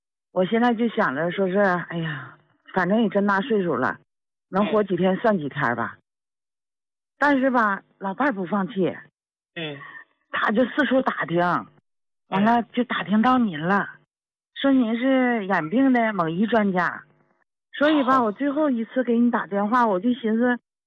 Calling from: Heilongjiang, China; 我吧今年是68岁，我是黑龙江人。

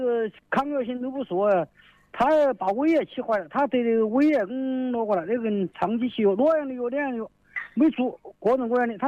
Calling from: Gong'an, Hubei, China; 我是公安的毛家岗。

